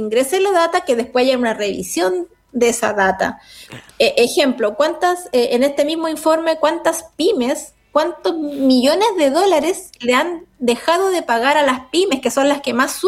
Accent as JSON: {"language": "Spanish", "country": "Chile"}